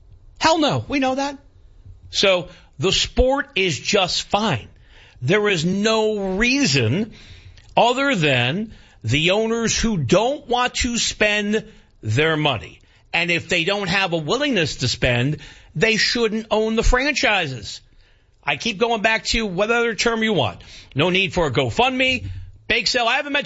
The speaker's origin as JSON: {"language": "English", "region": "New York", "country": "United States", "tie": "born or raised there", "moved": "yes", "said": "and I grew up in New York a long time ago, still working on getting all that enunciation out."}